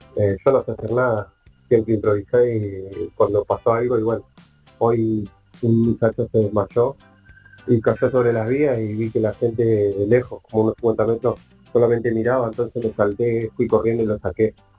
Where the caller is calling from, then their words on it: Florencio Varela, Buenos Aires Province, Argentina; soy de Florencio Varela.